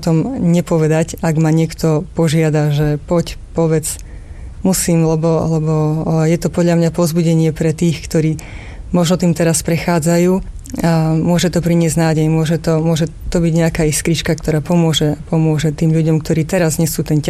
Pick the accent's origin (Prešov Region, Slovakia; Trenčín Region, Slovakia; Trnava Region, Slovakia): Prešov Region, Slovakia; Prešov; Mňa už vlastne nechceli liečiť ani v Prešove, odkiaľ pochádzam, ani v Košiciach